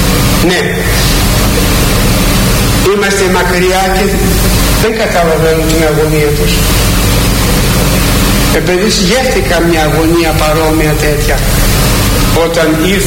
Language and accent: Greek; Greece; είμαστε κι εμείς σαν Έλληνες. Ορθόδοξοι Έλληνες